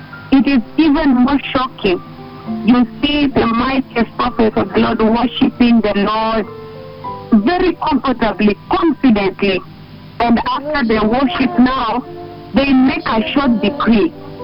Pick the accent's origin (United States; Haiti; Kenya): Kenya; And for me, as … as a Kenyan, I repent so much.